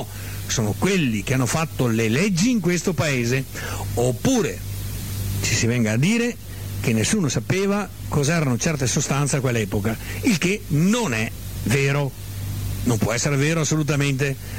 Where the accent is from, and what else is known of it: Veneto, Italy